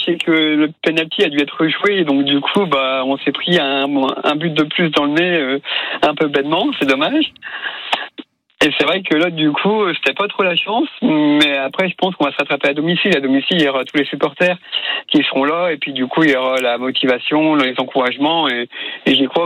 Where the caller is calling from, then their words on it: Troyes, Grand Est, France; Moi, je suis de Troyes, donc je suis du département voisin.